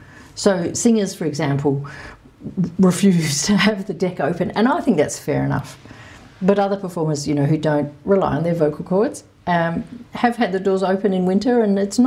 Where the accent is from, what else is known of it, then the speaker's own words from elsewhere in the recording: Alice Springs, Northern Territory, Australia; I'm from Alice Springs.